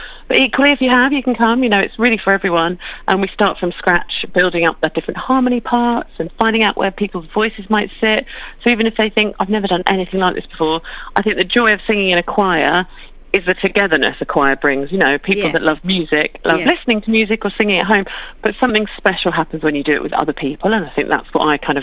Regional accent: St Neots, East of England, United Kingdom; I started it in Huntingdon, St Neots and Cambridge, which is my home stomping ground. I grew up in St Neots. My dad went to Huntingdon Grammar

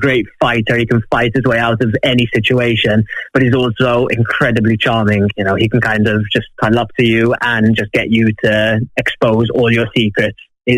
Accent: Malta; accent: slightly Welsh; So I grew up in Malta with a British mother and a Maltese father, which for some reason gives me a slightly Welsh accent

